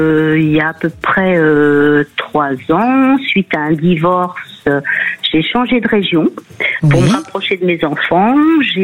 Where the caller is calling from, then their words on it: Tours, Centre-Val de Loire, France; Je vous appelle de Tours, dans le 37.